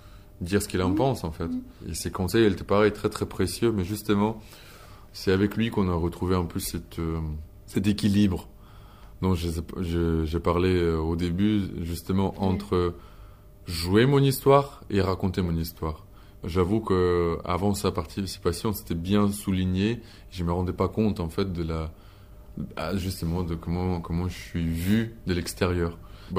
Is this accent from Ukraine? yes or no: yes; Ukraine; French is a second language; also born or lived in Moscow, Russia; now in France; Enfin, c'est sûr que je suis ukrainien. C'est ma nationalité. Je suis né et je vais peut-être mourir ukrainien